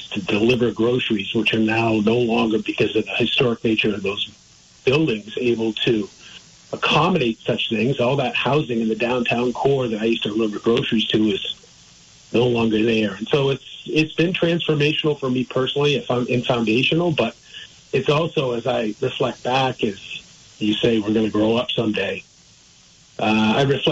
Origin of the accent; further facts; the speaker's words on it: East Montpelier, Vermont, United States; I was born in East Montpelier. I said, I like looking at the Worcester mountain range from this side, because when I grew up, I looked at it from the other side."